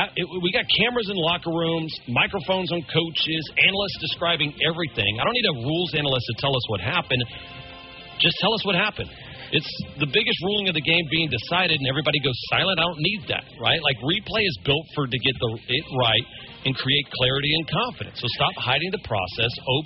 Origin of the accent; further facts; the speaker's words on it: Port Allen, Louisiana, United States; Listen, as a diehard LSU fan, born and raised in Port Allen, Louisiana